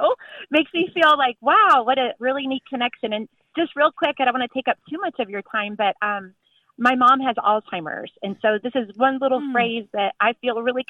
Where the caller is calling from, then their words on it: Fort Pierce, Florida, United States; I'm calling from Fort Pierce, Florida.